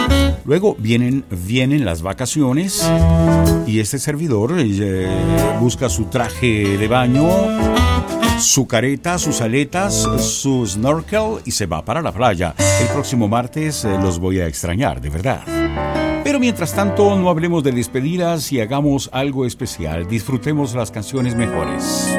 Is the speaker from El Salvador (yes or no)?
yes; El Salvador